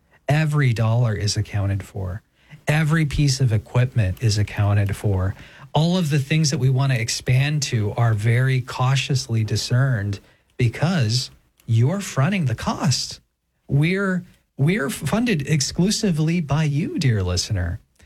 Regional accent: California, United States; now in Texas, United States; I'm not from Texas. I'm from California, but I live in Texas.

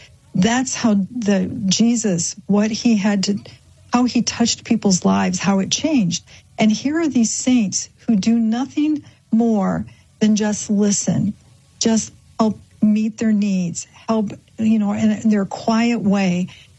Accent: Grand Rapids, Michigan, United States; because I grew up in Grand Rapids, Michigan, and around that area

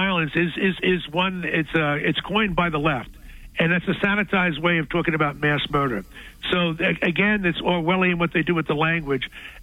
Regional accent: Ireland; now in United States; Look, I'm Irish, but that doesn't mean I'm going to defend the IRA when they're involved in terrorist activity. I'll condemn my own people.

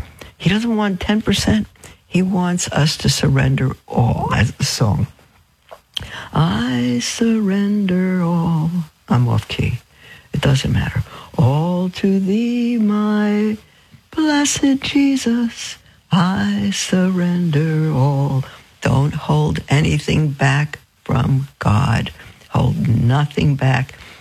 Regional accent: Brooklyn, New York, United States; born there; because I was born in Brooklyn, and because I have not just Jewish chutzpah

